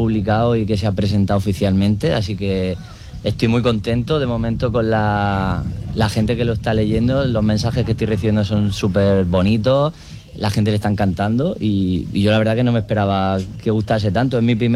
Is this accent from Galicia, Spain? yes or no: no; Aguadulce, Andalusia, Spain; Yo soy de Agua Dulce, además.